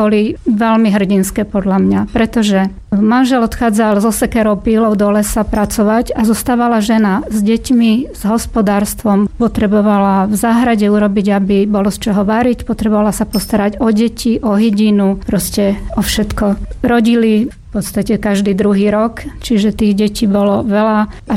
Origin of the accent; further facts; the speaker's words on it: Modra, Bratislava Region, Slovakia; Narodená som v Modre, celý život žijem v Modre. Rodená som z Záleska. … Hoci starí rodičia teda mali nemecké priezviská